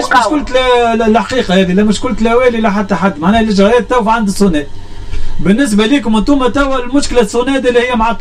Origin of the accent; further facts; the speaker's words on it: Tunisia; احنا مواطنين تونسيين